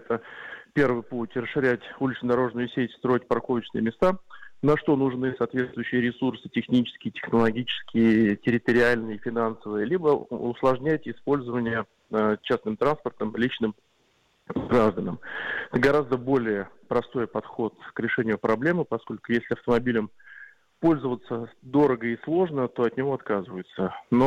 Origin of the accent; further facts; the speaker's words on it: Podolsk, Moscow Oblast, Russia; В моем родном городе Подольске, например, центральные улицы уже платные парковки.